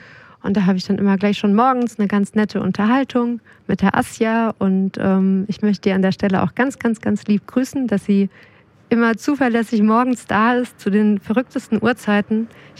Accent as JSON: {"language": "German", "town": "Darmstadt", "region": "Hesse", "country": "Germany", "said": "ich komme aus Darmstadt"}